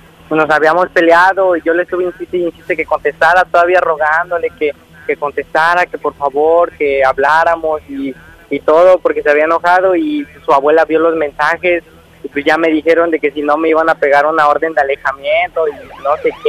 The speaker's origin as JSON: {"language": "Spanish", "town": "Xalapa", "region": "Veracruz", "country": "Mexico", "said": "a pesar de cuenta de que yo soy de Jalapa, pero vine para mi santa."}